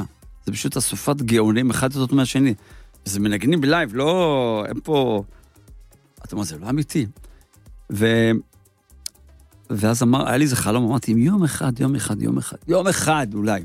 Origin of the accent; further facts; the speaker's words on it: Yeruham, Southern District, Israel; נולדתי בירוחם.